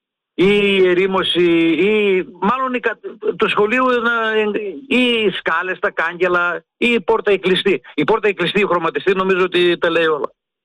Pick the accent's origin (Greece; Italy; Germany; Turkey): Greece; Distrato, Epirus; now in Konitsa, Greece; Εγώ βέβαια αισθάνομαι τυχερός που μένω στην Κόνιτσα και μπορώ και πηγαίνω στο χωριό, γιατί το έχω αγαπήσει το χωριό. Είμαι 68 χρονών τώρα και πηγαίνω κάθε εβδομάδα στο χωριό μου.